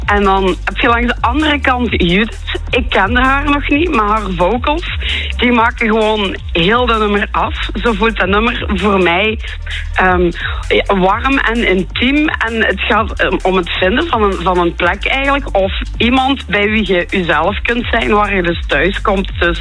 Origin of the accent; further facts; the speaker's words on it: Limburg, Belgium; ik ben van Limburg, dus Limburgers helpen elkaar maar